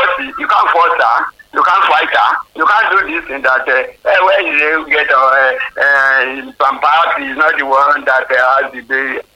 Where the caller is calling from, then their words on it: Abeokuta, Ogun, Nigeria; Calling all the way from Abeokuta.